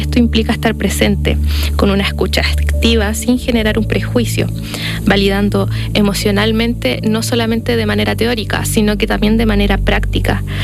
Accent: Chile; moved away as an adult; also born or lived in Coquimbo; Yo soy una psicóloga chilena, soy la menor de una familia de cuatro. Crecí en el campo, lo que venía siendo un pueblito llamado El Guacho. Luego me mudé a la ciudad, a Coquimbo, y actualmente me mudé de país

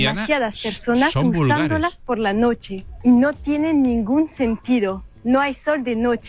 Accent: France; soy francesa

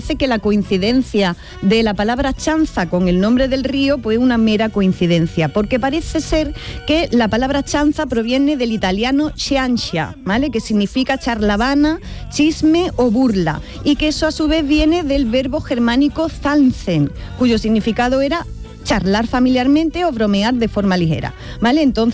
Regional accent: Jaén, Andalusia, Spain; Yo como soy de Jaén, a mí los ríos. Yo veo un río y me tiro.

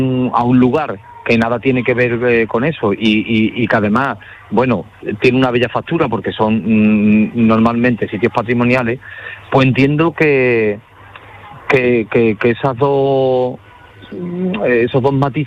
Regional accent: Huelva, Andalusia, Spain; somos todos de Huelva, de mi tierra

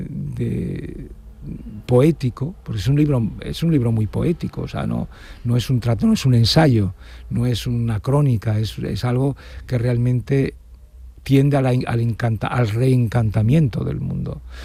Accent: León, Castile and León, Spain; Yo soy poco de León también, ¿eh? Yo he sido de León, pero soy ahora quizás menos.

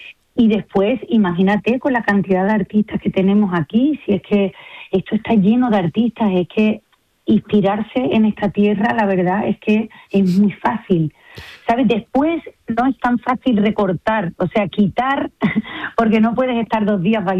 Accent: Andalusia, Spain; los tres somos andaluces y los tres es que nos emocionábamos

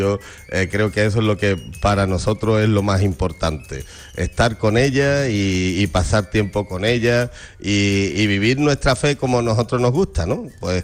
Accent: Rociana, Andalusia, Spain; Yo soy de Rociana, sí, sí.

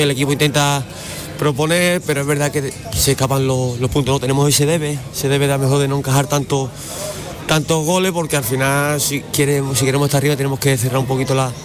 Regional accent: Huelva, Andalusia, Spain; Yo siempre cuando sale el calendario, pues soy de Huelva, lo primero que hago es mirar el partido del Recre

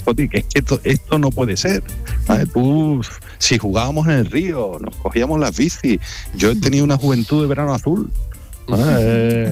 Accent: Benahavís, Andalusia, Spain; born there; quiero estar en mi pueblo

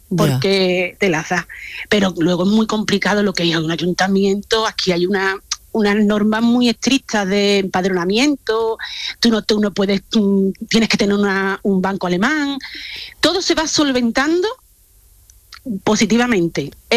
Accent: Seville, Andalusia, Spain; now in Germany; Yo soy de Sevilla.

